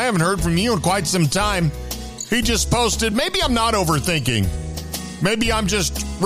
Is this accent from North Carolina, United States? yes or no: no; Texas, United States; Yes, I am a Texan, and I do love my Buc-ees